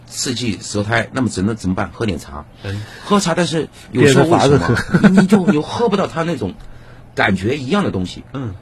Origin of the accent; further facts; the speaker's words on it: Yunnan, China; moved away; 我老家云南的